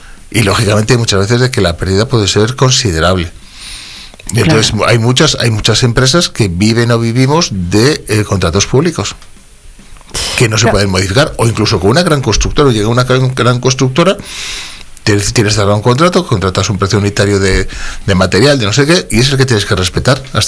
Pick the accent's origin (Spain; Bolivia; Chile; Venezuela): Spain; Orbó, Castile and León; En mi pueblo, este fin de semana, que celebrábamos en San Juan, en Orbó